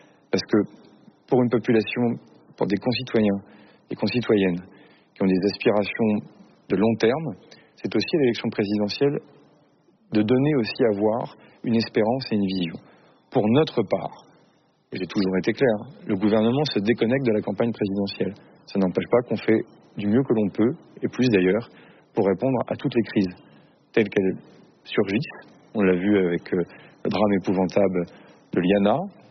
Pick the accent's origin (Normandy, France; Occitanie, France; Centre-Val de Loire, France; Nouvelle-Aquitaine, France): Normandy, France; Vernon; Moi, le week-end, je suis dans la ville dans laquelle je suis élu, dans laquelle j'ai grandi, à Vernon, dans l'Eure.